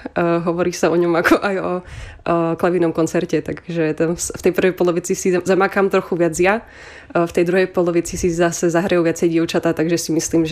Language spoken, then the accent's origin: Slovak; Prešov, Prešov Region, Slovakia; ja som rodačka z Prešova a vlastne som odchodená z súkromnej základnej umeleckej školy Dama